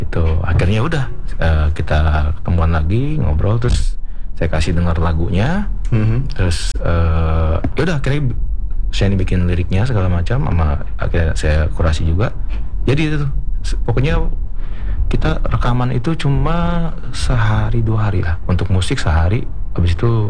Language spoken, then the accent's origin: Indonesian; Jakarta, Indonesia; born there; Asli kalau lahir Jakarta.